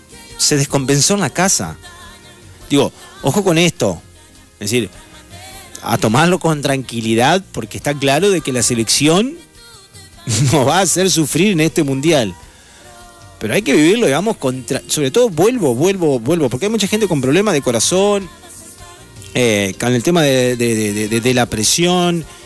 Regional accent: Argentina; vivirlo con pasión como somos los argentinos

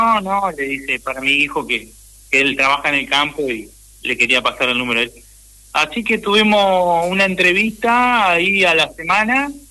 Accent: Victoria, Entre Ríos, Argentina; moved away as an adult; now in Castellanos, Santa Fe, Argentina; Soy de Victoria.

